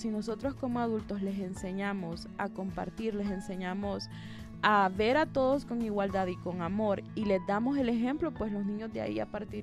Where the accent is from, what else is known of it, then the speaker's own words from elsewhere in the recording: Honduras; Yo especialmente soy hondureña y no estudié aquí